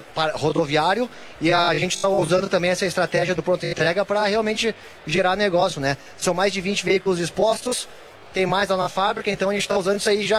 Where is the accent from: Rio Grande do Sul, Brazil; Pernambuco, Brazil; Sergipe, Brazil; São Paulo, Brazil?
Rio Grande do Sul, Brazil; Caxias do Sul; Somos de Caxias do Sul, né?